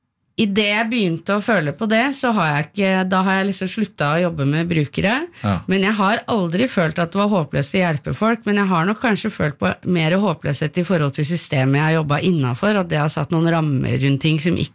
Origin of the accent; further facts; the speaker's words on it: Oslo, Norway; jeg vokste opp på Tøyen, er det noen av dere som kjenner til Kolstadgata 7?